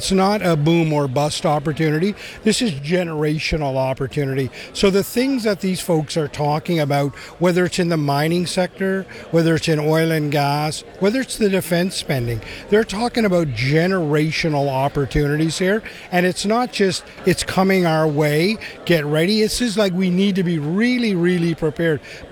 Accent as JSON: {"language": "English", "region": "Newfoundland and Labrador", "country": "Canada", "moved": "yes", "said": "I'm originally from Newfoundland, so I probably come with that storytelling ability built in."}